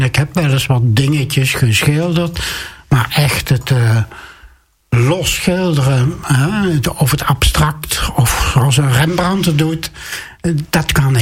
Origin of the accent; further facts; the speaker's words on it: Gelderland, Netherlands; born there; moved away as an adult; now in Waarland, Netherlands; Ik ben geboren in Gelderland. Westmaaswaal, daar ben ik geboren.